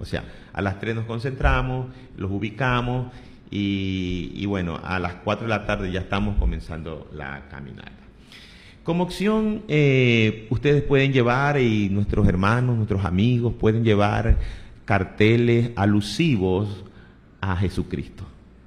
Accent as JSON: {"language": "Spanish", "country": "Ecuador", "said": "lo que está producido hoy en nuestro Ecuador, es la ausencia de Dios en nuestras autoridades"}